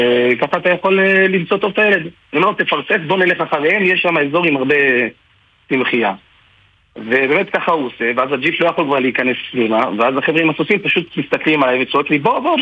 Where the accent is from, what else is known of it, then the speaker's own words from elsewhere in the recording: Ashdod, Southern District, Israel; אני מאשדוד.